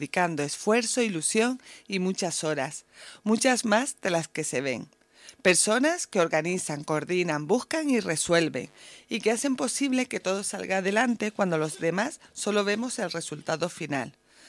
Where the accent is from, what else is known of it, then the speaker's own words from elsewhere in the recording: Canary Islands, Spain; Vengo desde Arbejales, el barrio vecino